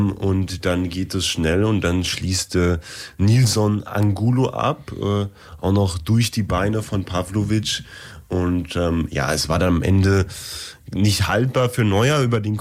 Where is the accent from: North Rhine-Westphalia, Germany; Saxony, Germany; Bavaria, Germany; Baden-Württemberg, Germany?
Baden-Württemberg, Germany; Laupheim; Denn bei uns daheim in Laupheim ist ja das Kinder- und Heimatfest.